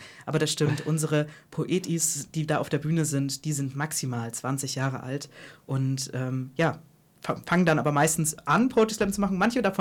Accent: Erlangen, Bavaria, Germany; Erlangen, deswegen, weil ich tatsächlich hier aufgewachsen bin. Hm. Also ich bin in Steudach geboren, falls das irgendjemandem was sagt. Dann auch eine Weile weg gewesen.

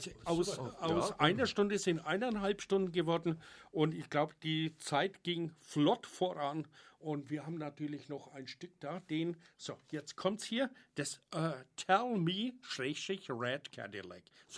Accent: Bavaria, Germany; accent: Franconian; Ja, auch der Slang war sehr fränkisch, ich weiß. Auch der Moderator ist seinem Geburtsort hörig geworden.

